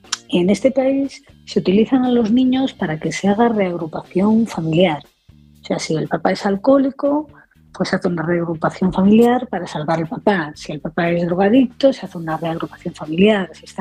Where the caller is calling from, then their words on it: Galicia, Spain; de Galicia.